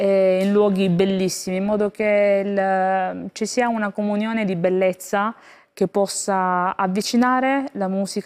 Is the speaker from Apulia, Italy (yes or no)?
yes; Lecce, Apulia, Italy; now in Rome, Italy; sono leccese, sono proprio pugliese al 100%.